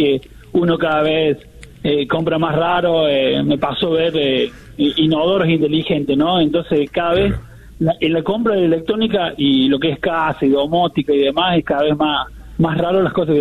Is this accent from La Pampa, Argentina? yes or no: no; Oncativo, Córdoba, Argentina; Sí, me crié en Oncativo, donde son los mejores salames